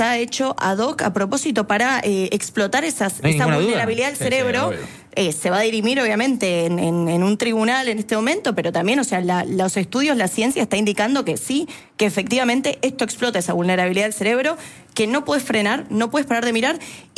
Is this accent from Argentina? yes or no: yes; Argentina; nosotros como argentinos